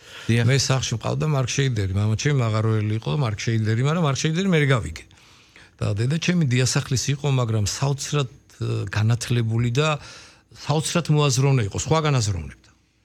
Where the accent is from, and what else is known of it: Chiatura, Imereti, Georgia; born or raised there